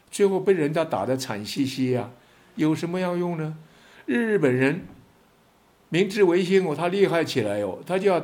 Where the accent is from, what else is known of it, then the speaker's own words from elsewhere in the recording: China; 我们中国